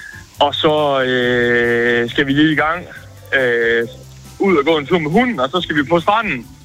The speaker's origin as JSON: {"language": "Danish", "town": "Glyngøre", "region": "Central Denmark Region", "country": "Denmark", "said": "Jeg er fra Glyngøre, ej."}